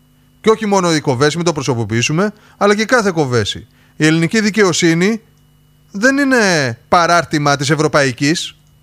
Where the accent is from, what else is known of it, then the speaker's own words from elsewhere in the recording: Greece; ως Έλληνας